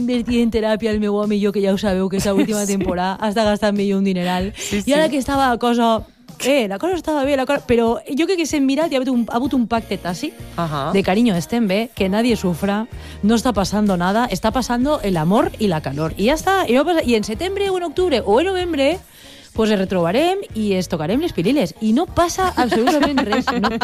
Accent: Ontinyent, Valencian Community, Spain; La tenia Ontinyent, que és el meu poble. I és des d'on estic fent la secció avui.

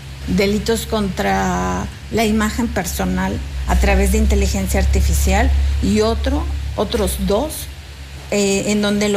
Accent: San Luis Potosí, Mexico; Y no sé qué más podría decirte, pues soy potosina principalmente en este momento con este tema.

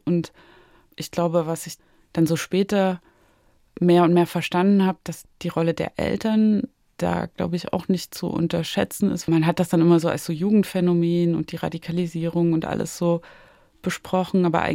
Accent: Saxony, Germany; also Sachsen oder da, wo ich aufgewachsen bin, Westsachsen, ist ja auch nah an der bayerischen Grenze, also Hof.

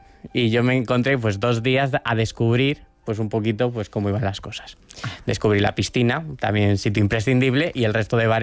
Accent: León, Castile and León, Spain; now in Madrid, Spain

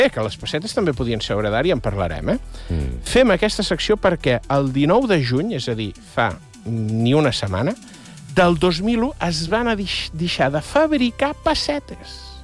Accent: Sarral, Catalonia, Spain; la gent que som de Sarral.

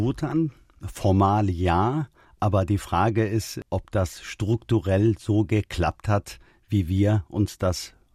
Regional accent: Germany; Ich gehöre in diese Gesellschaft. Ich bin Deutscher, aber ich habe auch eine Identität. Ja, das kann die türkische, arabische, kurdische Identität sein.

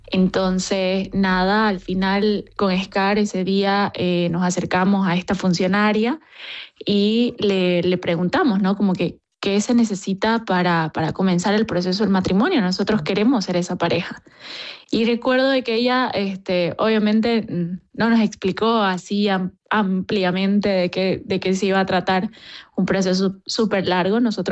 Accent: Bolivia; Y yo le dije, bueno, que yo como boliviana tenía todo el derecho de pedirlo, aunque no fuera legal todavía.

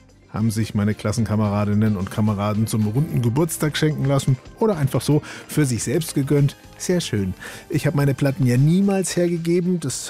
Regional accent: Bayreuth, Bavaria, Germany; Mich hat's vor kurzem in meine Heimatstadt Bayreuth verschlagen zum Jubiläum 30 Jahre Abi.

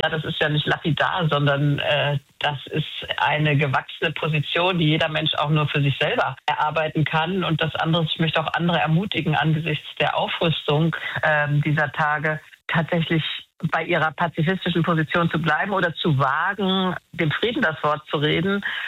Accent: Germany; ich argumentiere ja als Deutsche

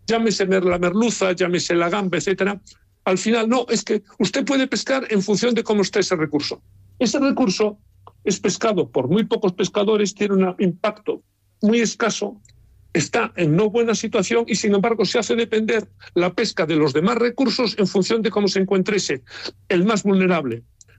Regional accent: Galicia, Spain; siendo yo gallego, la primera región pesquera no solo de España, sino de Europa, pues nosotros los gallegos tampoco podemos, lógicamente, pues despreciar el sector o renunciar a él.

